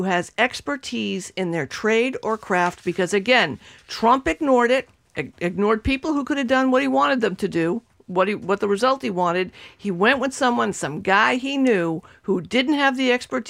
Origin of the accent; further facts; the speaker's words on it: Revere, Massachusetts, United States; But then I was reminded of growing up in Revere.